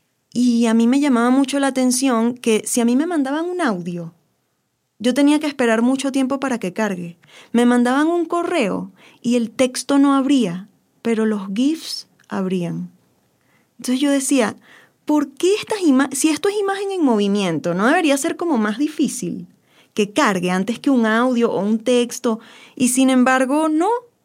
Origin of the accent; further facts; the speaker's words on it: Venezuela; ¿cómo te sientes tú como venezolano? Es como, sí, ok, yo padezco este contexto